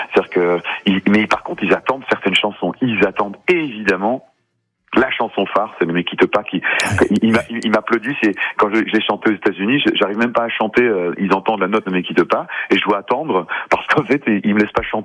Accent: Belgium; je suis belge comme lui, on a été éduqués en bilingue, en français et en flamand comme lui

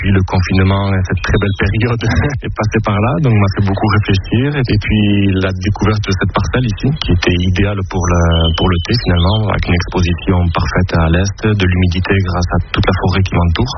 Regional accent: Ustaritz, Nouvelle-Aquitaine, France; Hey, bonjour … j'ai 36 ans et je viens d'Ustaritz.

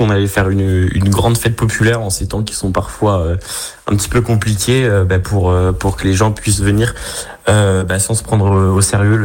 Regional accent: La Garnache, Pays de la Loire, France; Je suis originaire de la Garnache, à côté de Chalands.

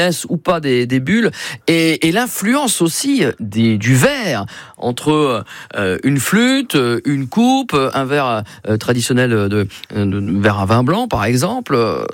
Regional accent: Grand Est, France; chez nous en Champagne Ardenne et notamment dans la Marne.

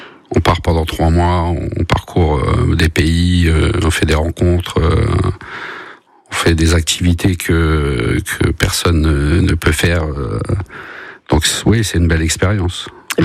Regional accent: Nouvelle-Aquitaine, France; born there; also born or lived in French Flanders, Hauts-de-France, France; moi j'ai grandi ici, j'ai connu mon épouse ici. Ça fait 25 ans qu'on connaît le Poitou. Donc même si on est originaire des Flandres, à frontière belge, on a passé beaucoup plus de temps dans le Poitou que chez nous. Donc c'est un retour, on va dire, à notre enfance. On est revenu ici.

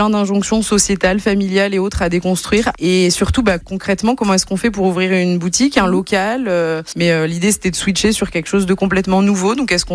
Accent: Anglet, Nouvelle-Aquitaine, France; j'ai 38 ans et je suis d'Anglette.

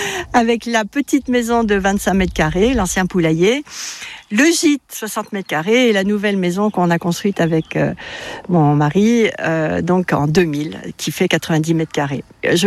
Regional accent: Paris, Île-de-France, France; c'est parce que moi quand j'étais petite, j'habitais à Paris

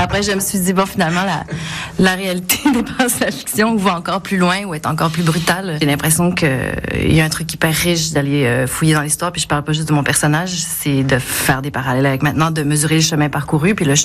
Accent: Quebec, Canada; Moi, pour ma part, comme je suis québécoise, je ne savais pas que mon personnage avait existé vraiment.

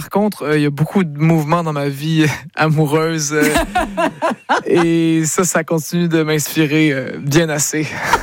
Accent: Quebec, Canada; Je suis un vrai Québécois. Moi, j'aime les gens du Québec et j'adore l'Europe.

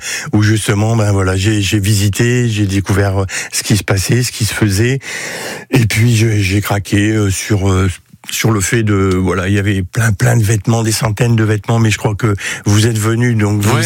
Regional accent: Lille, Hauts-de-France, France; born there; Moi, je suis né à Lille. Alors, en 1959, j'ai 66 balais, voilà.

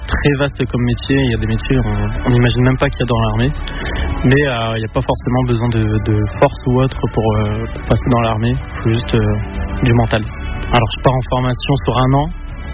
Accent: Lille, Hauts-de-France, France; j'ai 21 ans, je suis de Lille

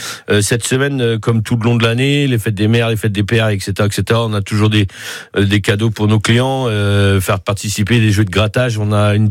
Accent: Brittany, France; quand on est breton on est chauvin

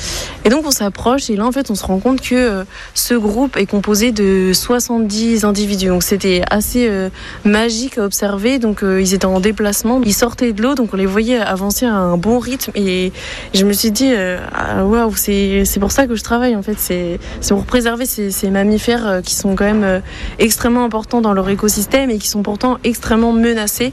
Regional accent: Brest, Brittany, France; born or raised there

